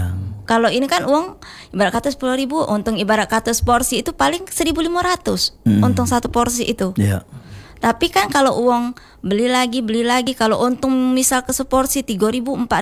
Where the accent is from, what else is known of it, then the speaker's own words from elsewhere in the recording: Palembang, South Sumatra, Indonesia; born there; Memang Jawa tapi lahir di Palembang.